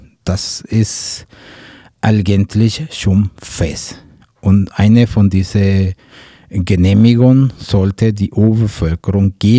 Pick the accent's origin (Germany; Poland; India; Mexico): Mexico; German is a second language; Aber in der Regel solche große Projekte was ich als Mexikaner, was wir uns als Mexikaner gewöhnt sind, in dem Sinne, dass solche Projekte kommen mit Bestechungen, mit Bedrohungen, die werden Aktivisten ermordet.